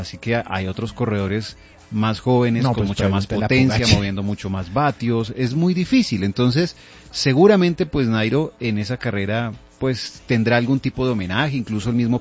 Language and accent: Spanish; Colombia; para nosotros como colombianos